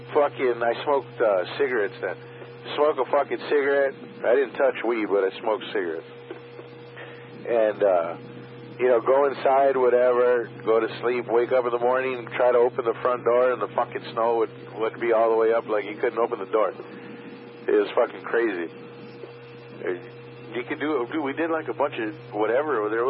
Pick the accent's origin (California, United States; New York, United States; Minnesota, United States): California, United States; Los Angeles; if you tell them you're from L.A., or California, from California